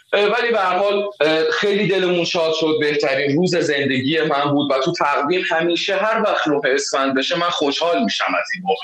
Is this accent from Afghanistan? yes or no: no; Qom, Iran; born there; چون اینجا شهرمونه، چون اینجا تو این شهر به دنیا اومدیم